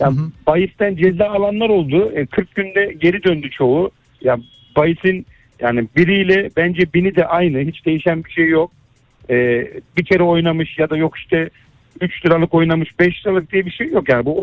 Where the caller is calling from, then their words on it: Ataşehir, Istanbul, Turkey; Ataşehir'den.